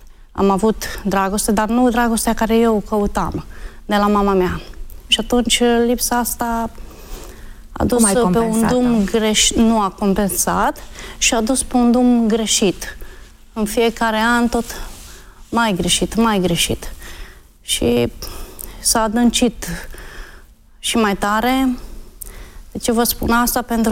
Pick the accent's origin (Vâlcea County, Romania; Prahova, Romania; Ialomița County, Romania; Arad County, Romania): Arad County, Romania; Arad; born there; cum am mai spus. M-am născut în Arad, într-o familie de ortodoxi.